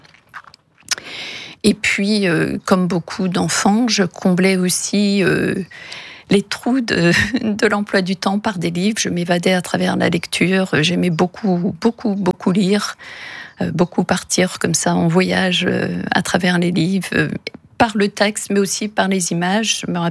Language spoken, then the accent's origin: French; Paimpol, Brittany, France; born there; Je suis née à Paimpol.